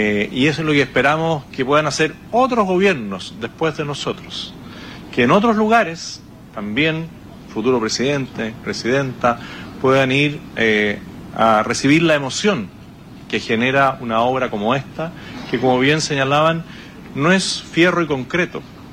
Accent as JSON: {"language": "Spanish", "country": "Chile", "said": "somos todos chilenos"}